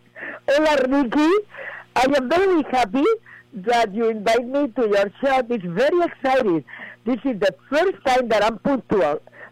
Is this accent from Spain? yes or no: yes; Spain; English is a second language; because I come from Spain. I tried to speak good English for you. So if you don't understand me, you say and repeat it again. But people say that I still have an accent. Well, I was born in the south of Spain, and I was in the farm